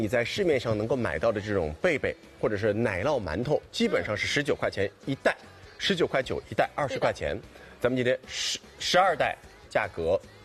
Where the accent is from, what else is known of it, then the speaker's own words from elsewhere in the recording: Shanghai, China; 我们上海人的四大金刚，像什么油条、豆浆，然后有制着自饭糕啊，然后小龙生煎馒头啊。